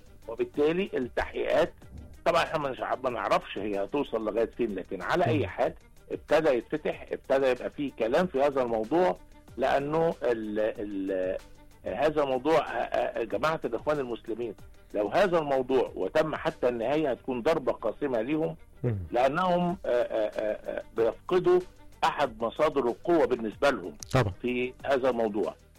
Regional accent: Egypt

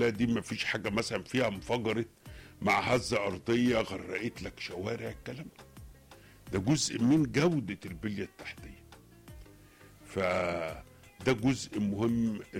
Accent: Egypt

